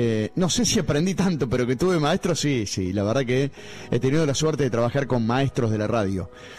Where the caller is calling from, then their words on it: Corral de Bustos, Córdoba, Argentina; Hola Turco, soy de Corral de Bustos y cada vez que viajaba con mi viejo para aquel lado era parada obligada a pasar por la Borde a comprar dulce de leche.